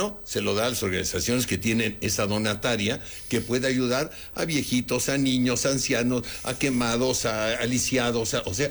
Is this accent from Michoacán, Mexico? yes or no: no; Mexico City, Mexico; born there; Yo nací en la Lagunilla, por eso lo menciono.